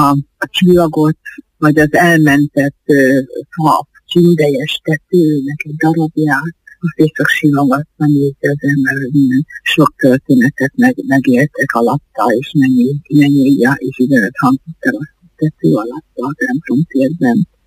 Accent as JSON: {"language": "Hungarian", "country": "Hungary", "tie": "born or raised there", "said": "gyerekkoromban ugye Tisztán innen vagyok, és ott a parókián ott volt az édesapám szobájában az egyházláda"}